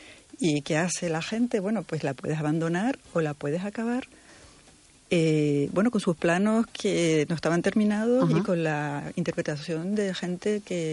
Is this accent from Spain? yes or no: yes; Spain; yo desde luego como española me siento muy, muy orgullosa de que en mi país haya gente así en la historia